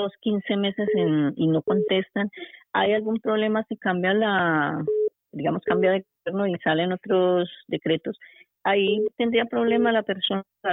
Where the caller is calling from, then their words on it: Madrid, Community of Madrid, Spain; llamo de Madrid.